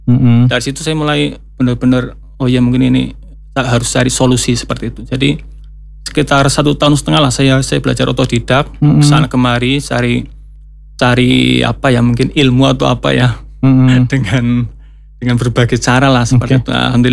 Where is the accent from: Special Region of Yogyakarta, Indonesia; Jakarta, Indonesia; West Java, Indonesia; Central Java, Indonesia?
Central Java, Indonesia; di desa kami, di desa Siwarak ya